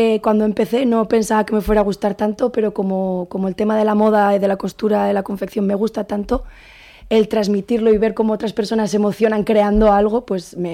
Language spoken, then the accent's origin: Spanish; La Rioja, Spain; moved away as an adult; also born or lived in Madrid / Buenos Aires; now in Sojuela, Spain; yo soy de La Rioja, llevaba 22 años fuera, pues con distintas profesiones, distintos estudios. Yo estudié aquí Ingeniería Técnica Agrícola en la Universidad de La Rioja.